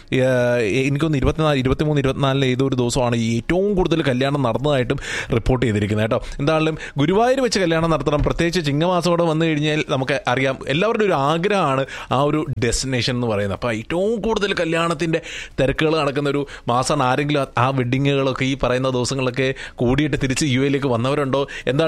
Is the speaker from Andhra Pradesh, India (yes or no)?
no; Kerala, India; moved away as an adult